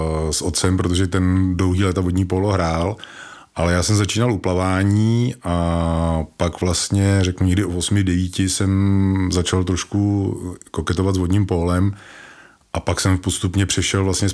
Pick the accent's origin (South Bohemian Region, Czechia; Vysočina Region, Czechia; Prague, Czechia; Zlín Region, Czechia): South Bohemian Region, Czechia; Strakonice; Já pocházím ze Strakonic